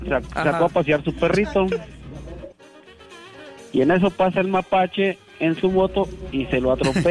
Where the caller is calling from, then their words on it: Cuautitlán Izcalli, State of Mexico, Mexico; De aquí, de Cuautitlán, Izcalli.